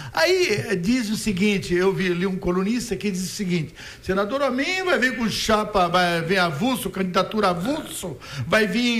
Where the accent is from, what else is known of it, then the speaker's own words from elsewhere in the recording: Santa Catarina, Brazil; Eu sou catarinense, eu conheço essa terra.